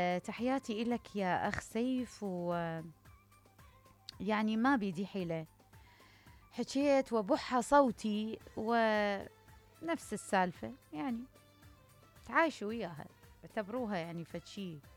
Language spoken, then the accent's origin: Arabic; Iraq; إحنا كعراقيين فقدنا الثقة بالجهات الحكومية،